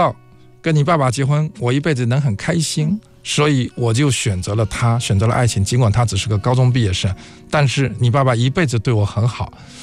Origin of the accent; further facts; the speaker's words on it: Fujian, China; 我是福建人，家乡有一句老话叫“家贫子读书”。